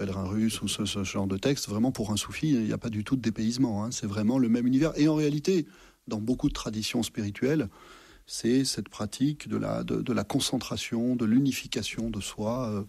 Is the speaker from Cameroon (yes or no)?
no; Massif Central, France; moi je suis originaire du Massif Central, alors j'aime beaucoup la capitale, mais c'est quand même pas mon milieu naturel.